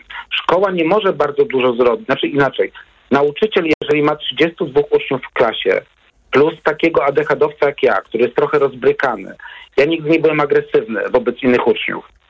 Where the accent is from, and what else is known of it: Warsaw, Masovian Voivodeship, Poland; born or raised there